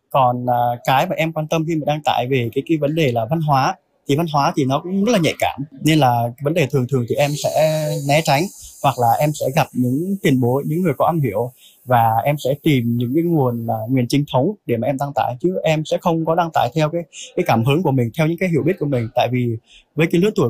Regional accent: Đắk Lắk, Vietnam; hiện tại thì em đang sinh sống ở xã Erong, Đắk Lắk. … là biệt danh ấy.

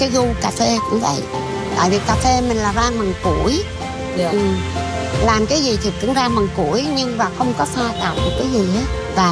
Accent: Hue, Thừa Thiên Huế, Vietnam; now in Buon Ma Thuot, Vietnam; tại vì là người Huế mà

